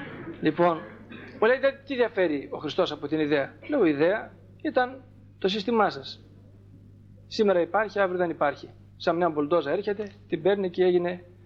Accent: Thessaly, Greece; γιατί εμείς οι Θεσσαλοί, γιατί είναι και πατριώτες μου, είμαι Θεσσαλός

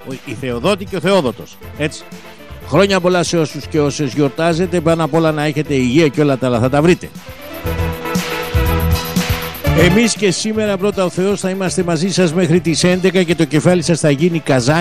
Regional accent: Western Greece, Greece; Βεβαίως, καλημέρα στην Έτολο Ακαρνανία, την πατρίδα μου.

